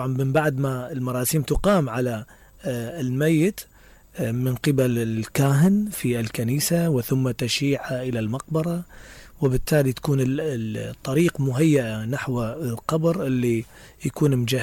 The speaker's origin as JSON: {"language": "Arabic", "town": "Basra", "region": "Basra Governorate", "country": "Iraq", "said": "احنا عندنا في البصرة"}